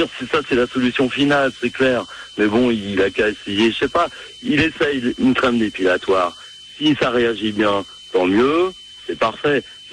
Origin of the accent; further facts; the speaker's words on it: Paris, Île-de-France, France; Je suis originaire de Paris, mais bon.